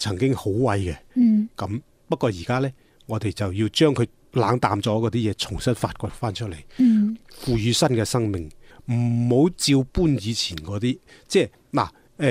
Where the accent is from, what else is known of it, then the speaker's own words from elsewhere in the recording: Lingnan, China; 咁所以我觉得佢系相当于留喺我哋岭南人嘅身上嘅血